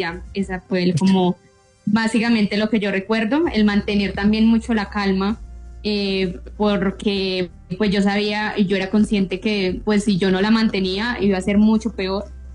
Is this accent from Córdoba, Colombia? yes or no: no; Tolima, Colombia; now in Manizales, Colombia; Sí, yo vengo originalmente del Tolima, pues yo vine más que todo a Manizales porque es una ciudad muy tranquila